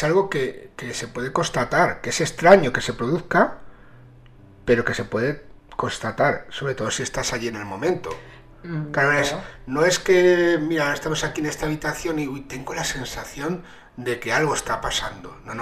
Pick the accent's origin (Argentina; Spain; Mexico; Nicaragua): Spain; Catalonia; soy catalán